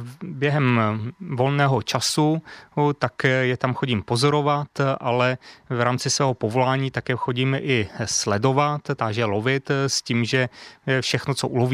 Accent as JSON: {"language": "Czech", "region": "Vysočina Region", "country": "Czechia", "tie": "born or raised there", "moved": "as an adult", "lives_now": "South Bohemia, Czechia", "said": "já jsem původem z Vysočiny, kde je nádherně tam krásná zeleň všade, mnoho vody"}